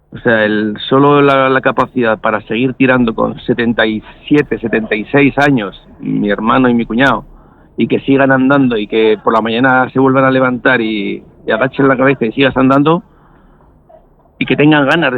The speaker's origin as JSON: {"language": "Spanish", "country": "Spain", "said": "nosotros somos españoles"}